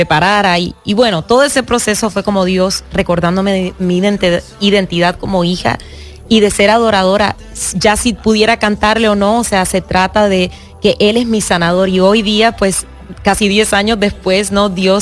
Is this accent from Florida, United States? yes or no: yes; Miami, Florida, United States; born there; now in Los Angeles, United States; Yo nací en Miami, so cada vez que estoy aquí es como que yo me curo la alma con los pastelitos